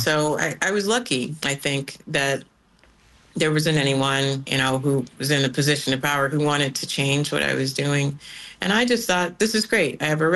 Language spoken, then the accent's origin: English; Midwest, United States; I'm a Midwesterner.